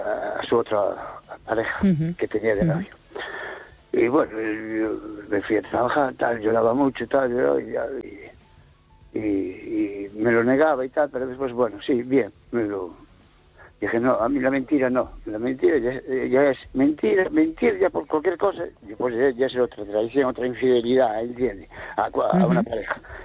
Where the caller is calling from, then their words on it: Cambre, Galicia, Spain; de Cambre.